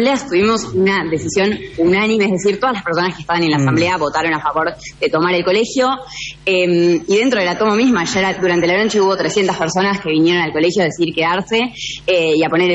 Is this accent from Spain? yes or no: no; Argentina; como argentinos que creemos que realmente la educación pública gratuita de calidad no se puede negociar